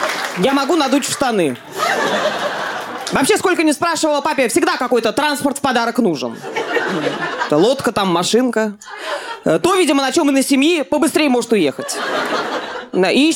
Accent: Moscow, Russia; Я долго жила с родителями, потому что я из Москвы

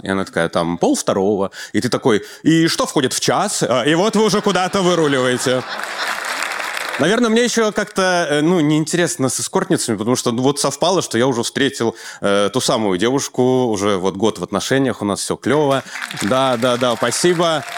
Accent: Belarus; now in Moscow, Russia; Я из Беларуси, мне 37 лет исполнилось

